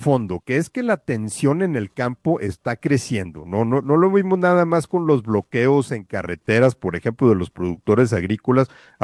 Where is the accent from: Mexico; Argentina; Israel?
Mexico; Coahuila; también hay que ir a Coahuila, Maca, porque hijo, de veras que a veces en mi tierra pasa cosas que dan pena